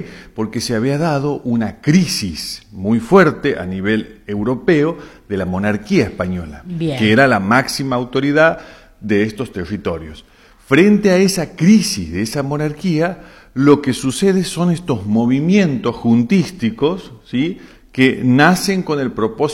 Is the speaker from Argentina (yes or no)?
yes; Argentina; nosotros, por supuesto, como argentinos